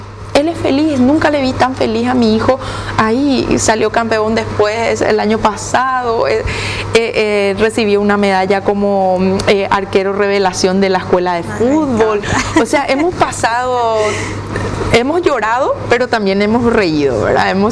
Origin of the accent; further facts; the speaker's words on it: Mariano Roque Alonso, Central, Paraguay; nosotros somos de Mariano Roca Alonso